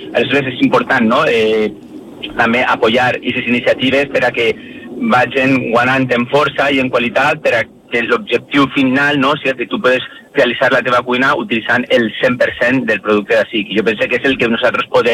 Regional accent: Valencia, Valencian Community, Spain; jo soc de València, que està aquí

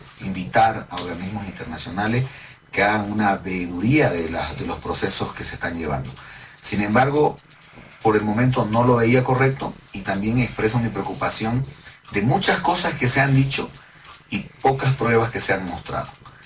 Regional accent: Bolivia; como legisladores, como bolivianos, todos

